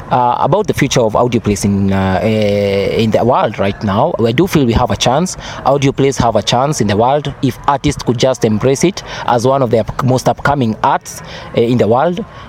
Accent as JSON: {"language": "English", "country": "Kenya", "tie": "born or raised there", "said": "I am a Kenyan, born and raised in Kenya."}